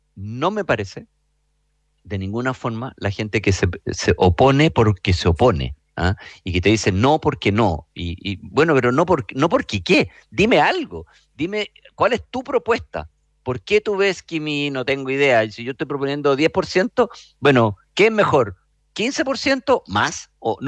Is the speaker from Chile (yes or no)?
yes; Chile; somos todos los chilenos